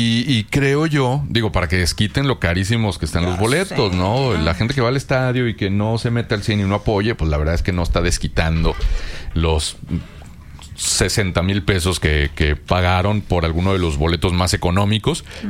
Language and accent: Spanish; Mexico; Pero bueno, aquí somos mexicanos y lo que importa primordialmente es lo que pase en nuestro país.